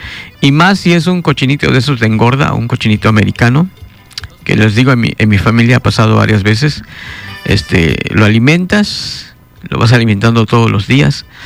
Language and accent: Spanish; Mexico; Así somos los mexicanos.